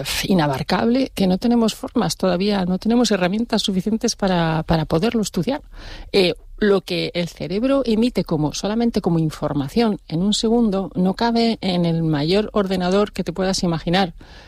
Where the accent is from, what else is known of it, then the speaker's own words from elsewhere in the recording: Spain; moved away as an adult; also born or lived in Quebec, Canada; Pero yo, siendo española